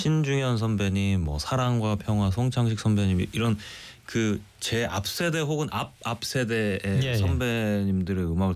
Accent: South Korea; first language Korean; 근데 저는 뭐 당연히 대한민국에서 나고 자랐기 때문에

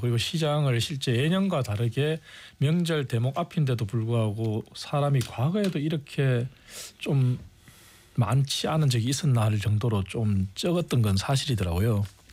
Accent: Daegu, South Korea; 제가 대구가 고향이다 보니까 대구에 이제 차례 모시러 잠깐

